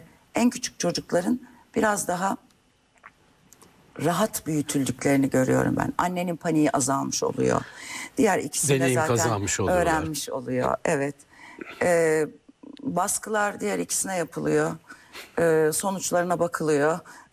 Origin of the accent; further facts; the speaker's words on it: Lüleburgaz, Kırklareli, Turkey; oranın doğası, insanı, büyüdüğüm yer tabii, kan çekiyor diyelim.